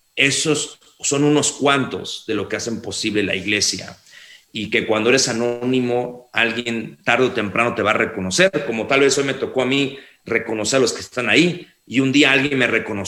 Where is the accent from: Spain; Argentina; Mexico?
Mexico; Soy mexicano, amo mi país